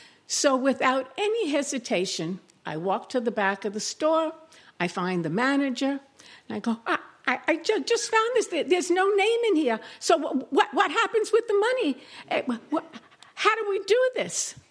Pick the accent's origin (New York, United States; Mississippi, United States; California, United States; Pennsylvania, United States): New York, United States; Brooklyn; I was born and bred in Brooklyn. Is Brooklyn in the house? When I was little, we lived around the corner from Woolworths.